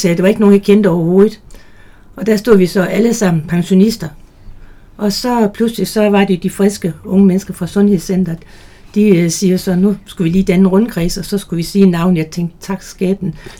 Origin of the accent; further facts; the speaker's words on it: Jutland, Denmark; now in Rødovre, Denmark; Og nu stod jeg der alene, og faktisk så er jeg jyde. Vi flyttede til for 10 år siden til Rødovre